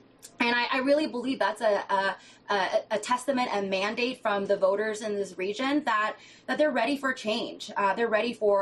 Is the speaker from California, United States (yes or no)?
yes; Sacramento, California, United States; I grew up right here, born and raised in South Sacramento.